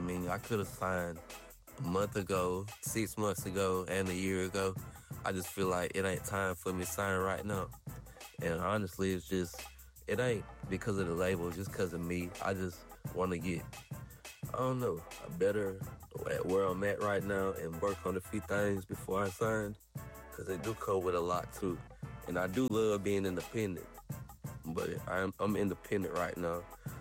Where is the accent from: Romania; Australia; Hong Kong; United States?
United States; South Carolina; growing up in South Carolina with no help, really.